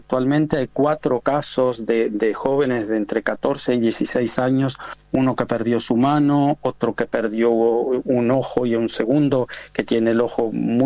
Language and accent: Spanish; Argentina; moved away as an adult; also born or lived in Montevideo, Uruguay; now in Paris, France; nací en Montevideo como usted, y entonces, pero me crié en Argentina y trabajé mucho en Argentina como usted. Ahora vivo en Francia hace muchísimos años